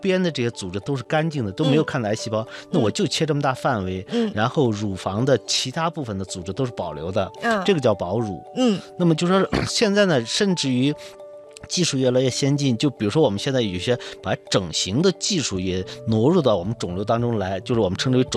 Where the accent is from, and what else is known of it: China